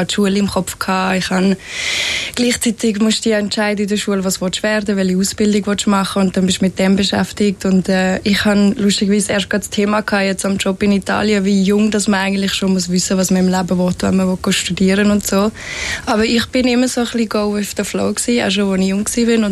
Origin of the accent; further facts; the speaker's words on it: Fislisbach, Aargau, Switzerland; Und bin dann, glaube ich, 3 Wochen später in der Schweiz, in meinem Dörfli in Fislisbach, wo ich aufgewachsen bin, teilweise zu der Kollegin gelaufen